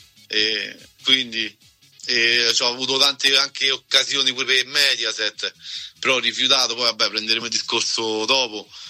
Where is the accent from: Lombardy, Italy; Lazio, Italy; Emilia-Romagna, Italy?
Lazio, Italy; Rome; Ciao Eleonora, vengo da Roma